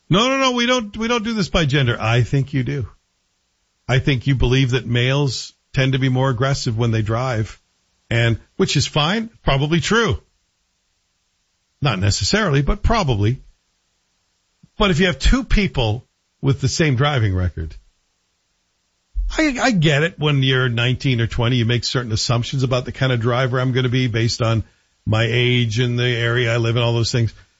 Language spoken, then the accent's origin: English; Toronto, Ontario, Canada; moved away as an adult; now in Ottawa, Canada; Toronto's my hometown